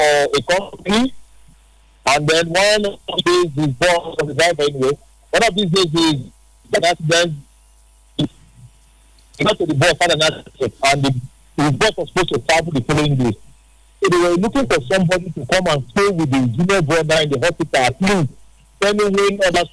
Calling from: Port Harcourt, Rivers, Nigeria; I'm calling you from Port Harcourt.

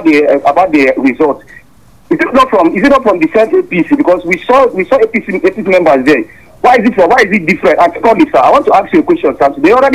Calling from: Apata, Nigeria; I'm calling from Apata.

